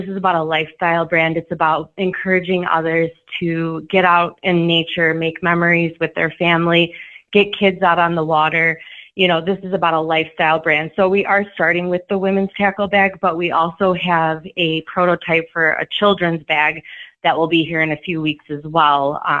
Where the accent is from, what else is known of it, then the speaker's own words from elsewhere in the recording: Illinois, United States; So I grew up in Illinois, but I spent my summers out in Wisconsin with my family fishing.